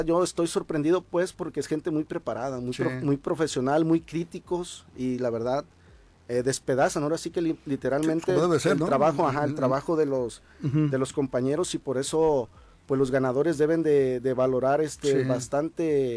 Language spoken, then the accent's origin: Spanish; Colima, Mexico; Yo así lo hacía en mi niñez, yo vivía en el Diezmo